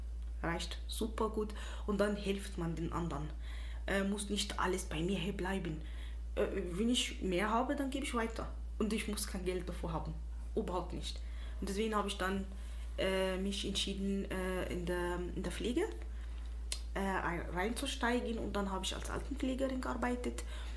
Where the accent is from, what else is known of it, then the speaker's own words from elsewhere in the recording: Egypt; German is a second language; moved away as an adult; also born or lived in Tripoli, Libya; now in Schardenberg, Austria; in Ägypten also habe ich dann die Schule besucht und mein Papa eigentlich ist Ägypter, meine Mama ist aus Libyen, bis zum theoretisch 21 in Ägypten gelebt und dann habe ich meinen Mann kennengelernt und wegen der Liebe in Österreich gekommen. Mit 23, 2005.